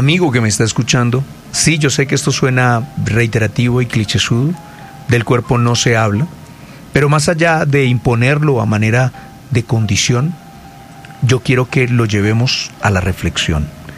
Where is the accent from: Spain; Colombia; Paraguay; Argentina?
Colombia